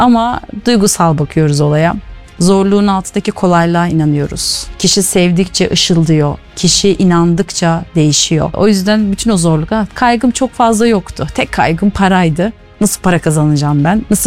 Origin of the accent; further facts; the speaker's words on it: Kayseri, Turkey; Yani biz de burada çevre çok. İşte Kayseri'nin yerlisiyiz, yirlisiyiz.